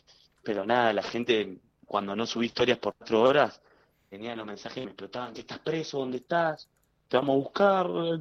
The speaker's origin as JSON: {"language": "Spanish", "country": "Argentina", "moved": "as an adult", "lives_now": "Switzerland", "said": "es un orgullo lo que uno siente de ser argentino."}